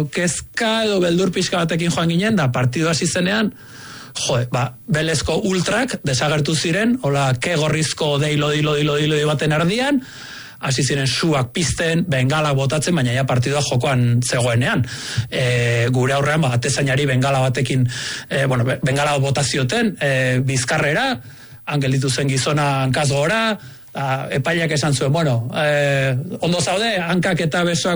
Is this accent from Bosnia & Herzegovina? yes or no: yes; Bosnia & Herzegovina; Basque is a second language; now in San Sebastián, Spain; ni Donostia etorri nintzen, gerra hasi zen, gure herrian, gurasoi etxea arrezieten, lagunak hilzizkidaten, ni Zubietan nengoen entrenatzen, eta ez nuen etxera bueltatu nahi Bosniako gerrako notiziak entzutera.